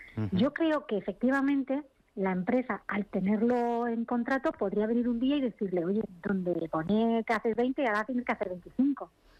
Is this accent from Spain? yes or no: yes; Cantabria, Spain; yo soy un cántabra también.